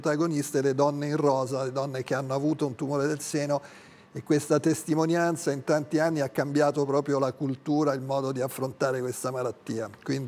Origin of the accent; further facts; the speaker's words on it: Ancona, Marche, Italy; Ancona, che è la mia città natale